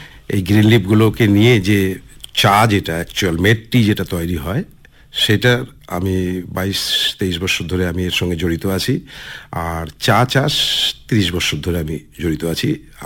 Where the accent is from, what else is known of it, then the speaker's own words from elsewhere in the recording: Siliguri, West Bengal, India; আমার বাড়ি হচ্ছে শিলিগুড়িতেই, পূর্ব বিবেকানন্দ পল্লীতে আমার বাড়ি।